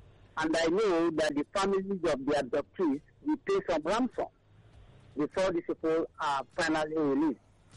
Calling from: Nigeria; I'm calling from Abanja in Ikoto.

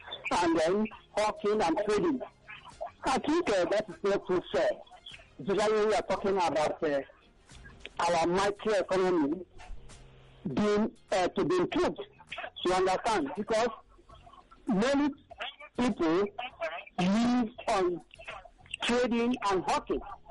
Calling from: Nigeria; I'm calling from Abaraja in the country.

